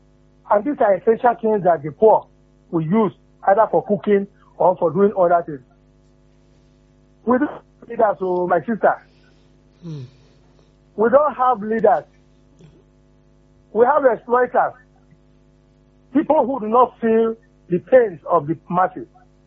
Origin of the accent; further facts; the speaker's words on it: Delta, Nigeria; I am approaching 75 now. I grew up seeing stations where they are flaring gas all around our area in Delta State.